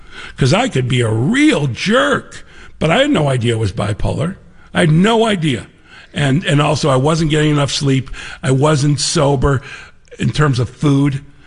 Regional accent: Chicago, Illinois, United States; now in Los Angeles, United States; I'm a Chicagoan, very proud.

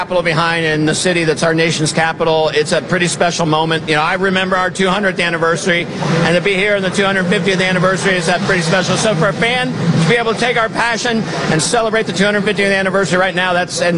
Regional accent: United States; I love our history. I love being an American

